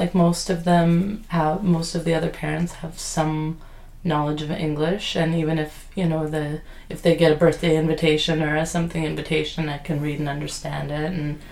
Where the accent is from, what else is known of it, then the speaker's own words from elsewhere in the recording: Canada; You know, through my life as a Canadian, reading things in French all my life, and now through having my kids in French school for I think 5 years now